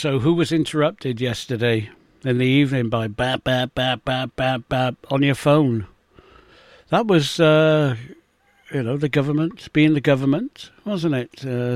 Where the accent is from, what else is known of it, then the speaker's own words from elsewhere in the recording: Wales, United Kingdom; A little bit of controversy in my home country of Wales, that the message was sent out in Welsh at the top with English at the bottom.